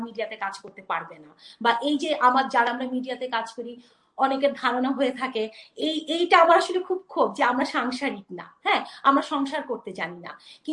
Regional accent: Bangladesh

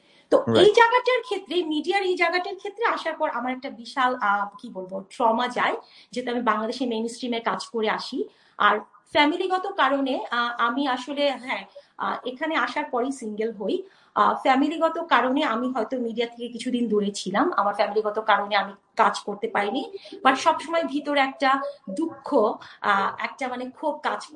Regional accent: Bangladesh; moved away as an adult; also born or lived in New York City; now in Texas, United States

